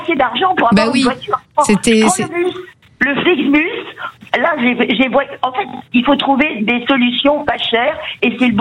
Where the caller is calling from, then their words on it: Bergerac, Nouvelle-Aquitaine, France; à Bergerac, là où je vis